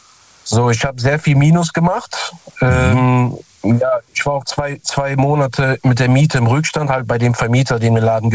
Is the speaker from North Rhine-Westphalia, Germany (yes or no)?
yes; Cologne, North Rhine-Westphalia, Germany; aber ich bin ja aus Köln, Nordrhein-Westfalen und so.